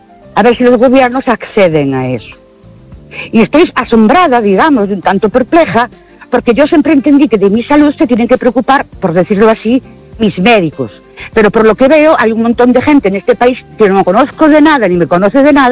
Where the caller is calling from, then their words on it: Ourense, Galicia, Spain; Buenas noches. … de Ourense.